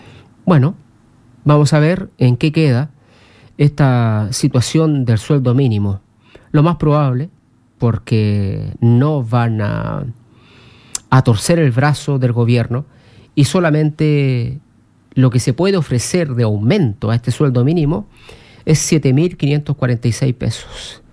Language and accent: Spanish; Chile